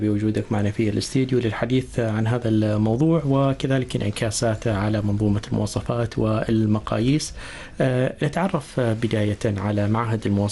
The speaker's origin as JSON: {"language": "Arabic", "country": "Oman"}